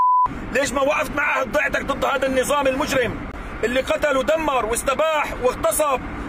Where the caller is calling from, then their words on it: Syria; دولة سوريا دولة ابني وابنك